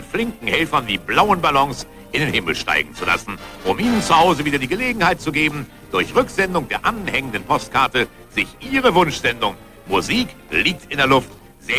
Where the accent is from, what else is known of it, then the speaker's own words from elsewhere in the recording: Hamburg, Germany; ich bin Hamburger, ja.